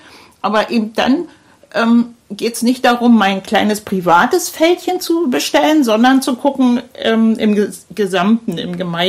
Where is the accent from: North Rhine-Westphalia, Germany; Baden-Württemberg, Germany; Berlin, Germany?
Berlin, Germany; wo ich mir nicht vorstellen könnte, in Berlin, wo ich herkomme, dass die Leute bereit wären